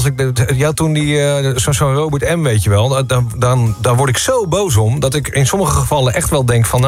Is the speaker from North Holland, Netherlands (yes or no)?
yes; North Holland, Netherlands; moved away as an adult; ik kom zelf uit de Zaanstreek. Daar heb ik echt tot mijn 20ste gewoond. Daar ruikt het gewoon. Ik denk van de 7 dagen in de week ruikt het de 5 naar chocola. Oh, dat is gewoon de standaard geur.